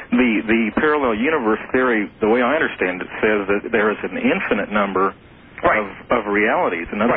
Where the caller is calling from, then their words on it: Wichita, Kansas, United States; Calling from Wichita, Kansas.